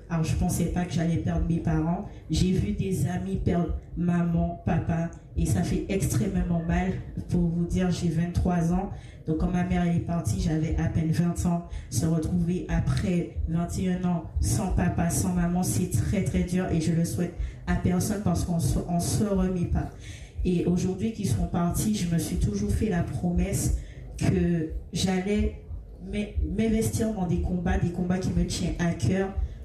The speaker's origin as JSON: {"language": "French", "country": "Martinique", "said": "Je bifurque un peu dans toutes les causes qu'il y a chez moi. Je suis de la Martinique."}